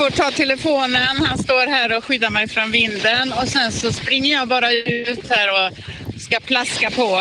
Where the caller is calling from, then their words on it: Helsingborg, Skåne, Sweden; där hemma i Helsingborg